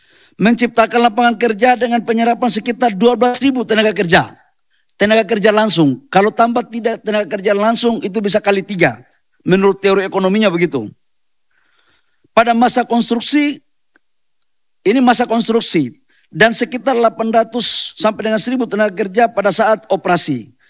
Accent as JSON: {"language": "Indonesian", "region": "Maluku", "country": "Indonesia", "tie": "born there", "moved": "yes", "said": "saya adalah bagian daripada warga negara Maluku karena saya lahir di Provinsi Maluku ini."}